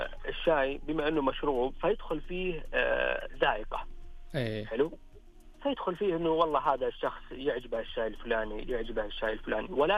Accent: Saudi Arabia; حنا كسعوديين

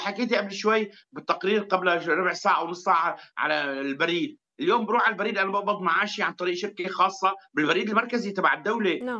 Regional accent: Syria; 80% تقريبا اذا ما قلت 85% من اموالنا نحن كسوريين اللي بالقطع الاجنبيه ما بنحطها بالمصارف

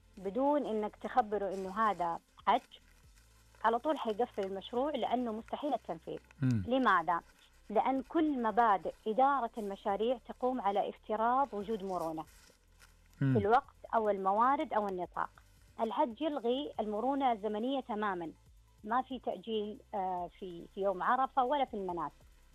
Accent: Saudi Arabia; وحق لنا إحنا كسعوديين أن نفتخر به

